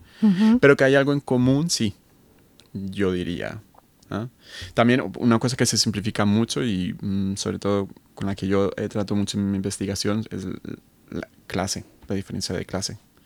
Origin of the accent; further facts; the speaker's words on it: Colombia; also born or lived in Spain; O sea, yo soy colombiano-español, ustedes son chilenos